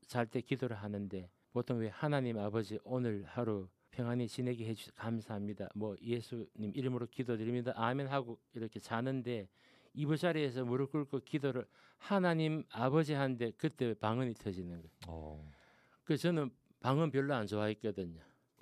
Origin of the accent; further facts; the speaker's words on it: Daegu, South Korea; 새마을 타고 제 고향인 대구로 그때 내려왔는데